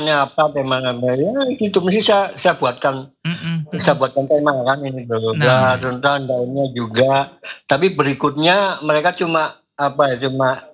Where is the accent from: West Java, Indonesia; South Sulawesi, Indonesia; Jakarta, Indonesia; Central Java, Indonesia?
Central Java, Indonesia; Purbalingga; also born or lived in Solo; Ya memang saya bukan tidak lahir di Purbalingga. Tapi saya besar di Purbalingga.